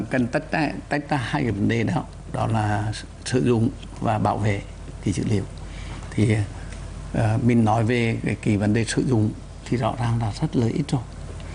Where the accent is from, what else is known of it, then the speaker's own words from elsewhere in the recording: Vietnam; Ngày xưa tôi là người không phải sống ở Hà Nội, sinh ra lớn lên ở Quảng Bình ngày xưa đấy.